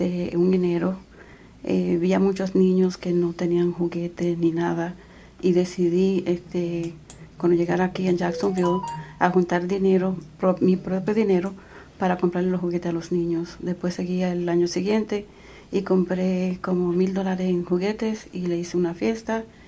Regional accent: Dominican Republic; Soy dominicana.

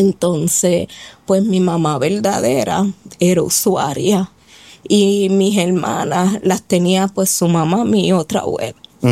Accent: Trujillo Alto, Puerto Rico; also born or lived in Carolina; now in Canóvanas, Puerto Rico; Okay, pues nací en Carolina, me crié en Trujillo Alto, entonces ahora pues actualmente vivo en Canóvana

